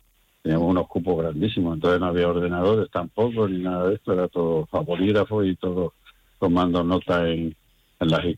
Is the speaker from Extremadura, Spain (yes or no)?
yes; Casatejada, Extremadura, Spain; moved away as an adult; now in Miguel Esteban, Spain; Yo soy extremeño, soy de un pueblo de Cáceres que se llama Casa Tejada, donde eran mis padres y mis antepasados.